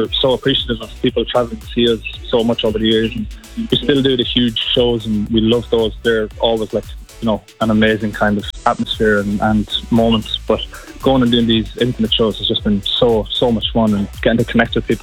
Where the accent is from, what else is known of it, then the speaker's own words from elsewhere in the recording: Athy, Kildare, Ireland; we're from Athy in Kildare.